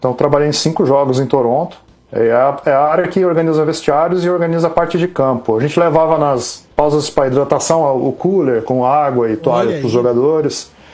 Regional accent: Brazil

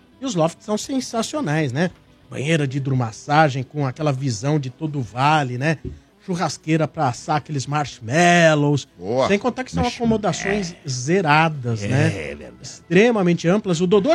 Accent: Italy; Porra, eu sou italiano.

